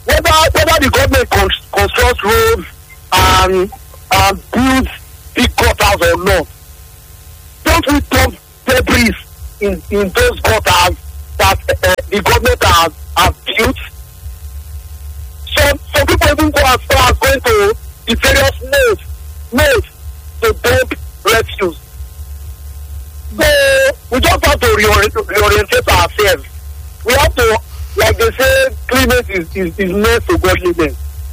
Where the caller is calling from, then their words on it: Benin City, Edo, Nigeria; I'm from Sapley Road.